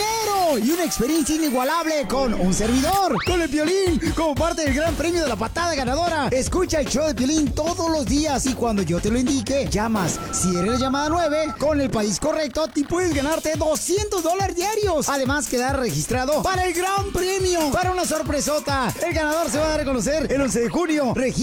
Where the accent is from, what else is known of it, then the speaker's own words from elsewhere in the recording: El Salvador; ¿Tenés miedo que te voy a quitar el trabajo porque sos salvadoreño